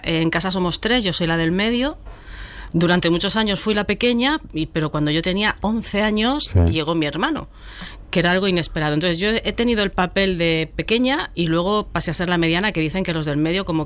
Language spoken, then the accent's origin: Spanish; Albox, Andalusia, Spain; born there; also born or lived in Sabadell; Yo considero que me he formado como persona, mi adolescencia todo en Albox, y adoro Andalucía, me considero andaluza.